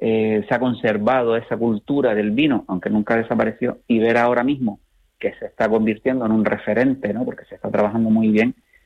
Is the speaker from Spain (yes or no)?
yes; Canary Islands, Spain